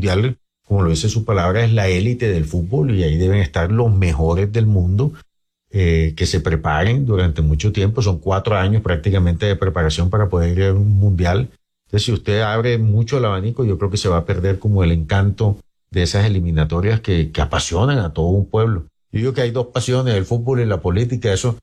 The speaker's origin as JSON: {"language": "Spanish", "town": "Santa Marta", "region": "Magdalena", "country": "Colombia", "said": "A ver, yo soy Samario."}